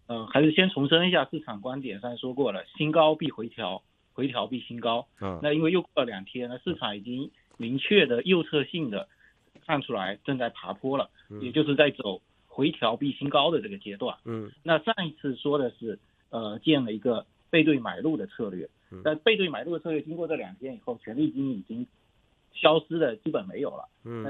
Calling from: Fuzhou, Fujian, China

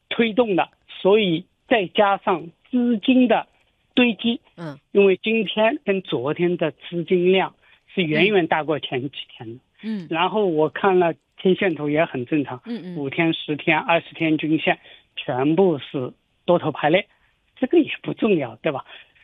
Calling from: Shanghai, China; 阿拉上海人讲

